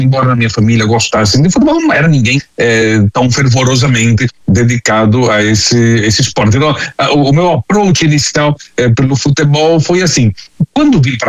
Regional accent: Londrina, Paraná, Brazil; now in Argentina; Eu sou brasileiro, moro aqui na Argentina faz 30 anos, quase 31 anos, eu me criei em Londrina, no Paraná.

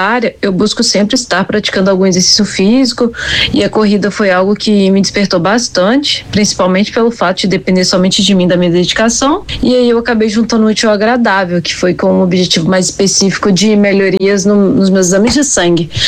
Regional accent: Minas Gerais, Brazil; moved away; A prova foi até em Minas Gerais, em minha cidade natal.

